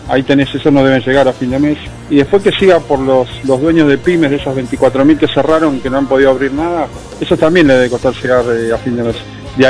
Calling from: Bahía Blanca, Buenos Aires Province, Argentina; de Bahía Blanca.

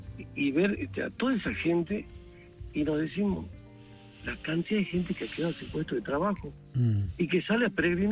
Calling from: Salta, Argentina; soy salteño

